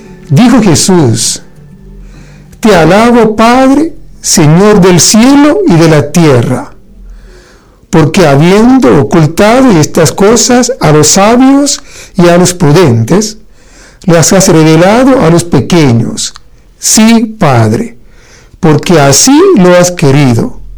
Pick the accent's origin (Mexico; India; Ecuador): India; Spanish is a second language; yo soy un sacerdote de la India